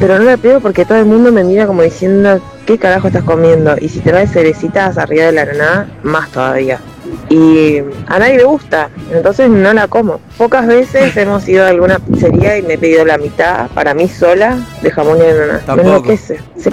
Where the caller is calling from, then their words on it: General Roca, Río Negro, Argentina; de General Roca Río Negro.